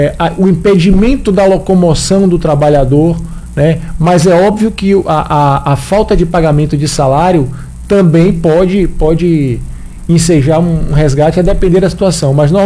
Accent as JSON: {"language": "Portuguese", "town": "Salvador", "region": "Bahia", "country": "Brazil", "also_born_or_lived": "Pará", "moved": "as an adult", "said": "Sou baiano de Salvador."}